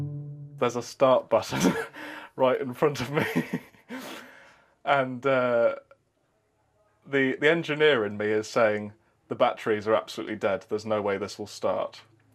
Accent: London, United Kingdom; I grew up in London, next to Willesden Junction

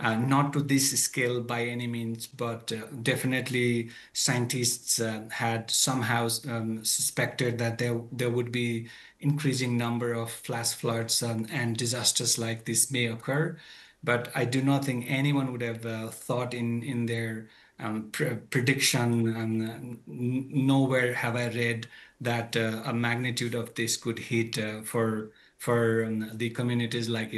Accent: Rasua, Bagmati, Nepal; Well, since I come from Rasua, the search and rescue operation is still critical

